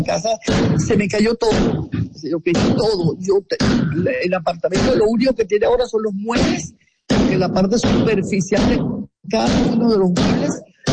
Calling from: Caracas, Capital District, Venezuela; Yo estoy en el este de Caracas, en Santa Dubigis, que es colinda con Los Palos Grandes.

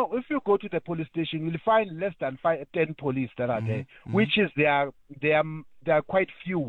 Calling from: Mount Frere, Eastern Cape, South Africa; we as a South African

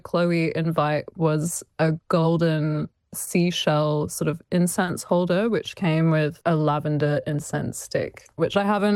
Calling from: Paris, Île-de-France, France; I'm dialing in about 2 minutes away from the Arc de Triomphe, which is such a thrill to drive around.

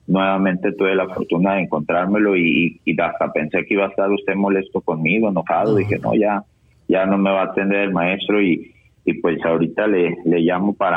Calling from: Zacatecas, Mexico; yo soy de Zacatecas

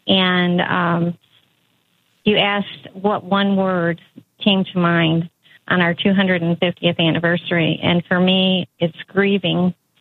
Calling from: Franklin, Kentucky, United States; I'm calling from Franklin, Kentucky, which is right on the border of Tennessee.

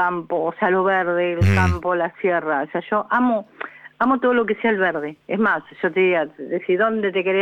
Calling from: Mar del Plata, Buenos Aires Province, Argentina; Yo llamo desde Mar del Plata

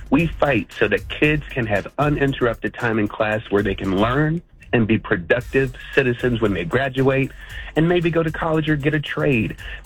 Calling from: Independence, Missouri, United States; Independence, Missouri.

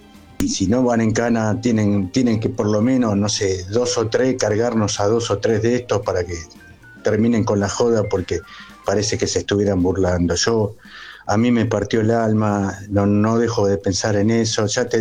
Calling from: La Matanza, Buenos Aires Province, Argentina; de La Matanza.

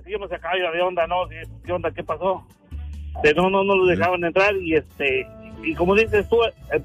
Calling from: Mexico; uno como mexicano

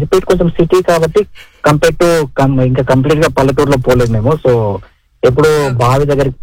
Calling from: Fremont, California, United States; Fremont అండి.

